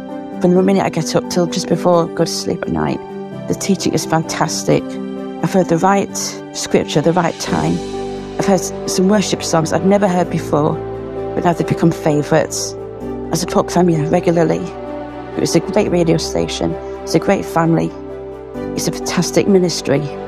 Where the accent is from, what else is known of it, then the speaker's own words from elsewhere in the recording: Yorkshire and the Humber, United Kingdom; from Yorkshire.